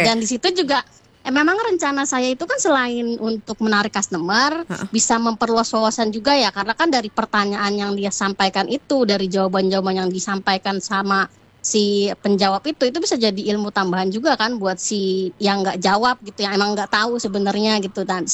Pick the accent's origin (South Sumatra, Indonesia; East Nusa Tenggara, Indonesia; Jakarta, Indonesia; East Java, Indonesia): Jakarta, Indonesia; Aku Jakarta.